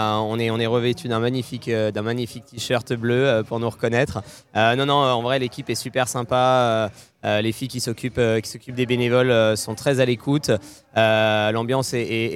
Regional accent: Saint-Brieuc, Brittany, France; moved away; Je suis né à Saint-Brieuc, j'ai grandi à Saint-Brieuc et puis en fait, il y a toujours quelque chose qui nous rattache à Saint-Brieuc.

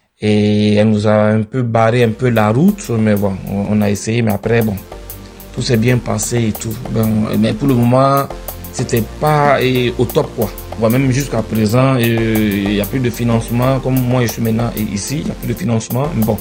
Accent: Burkina Faso; Voilà, je viens du Burkina, je suis gay, j'ai milité dans les associations aussi.

